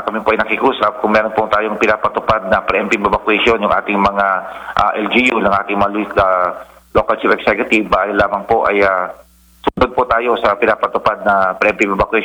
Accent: Ilocos Region, Philippines; dito sa amin sa Pangasinan.

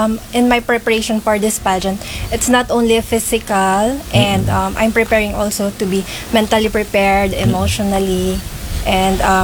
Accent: Bicol Region, Philippines; I'm actually from Bicol.

